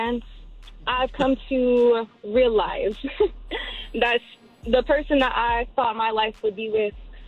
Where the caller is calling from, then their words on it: Huntington Beach, California, United States; I'm calling from the OC. I'm from Huntington.